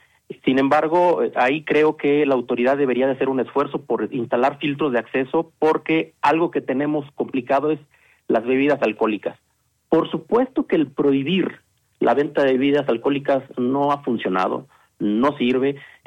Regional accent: Mexico; todos como mexicanos esperamos que la selección mexicana le gane a Inglaterra

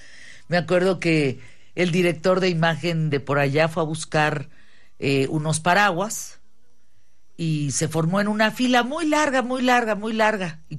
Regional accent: Mexico

